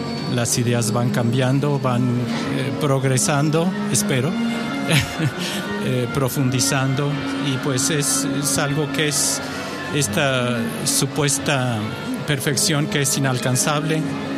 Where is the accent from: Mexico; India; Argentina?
Mexico; todos somos mexicanos.